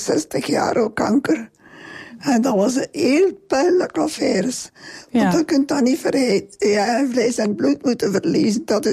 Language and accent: Dutch; Halmaal, Limburg, Belgium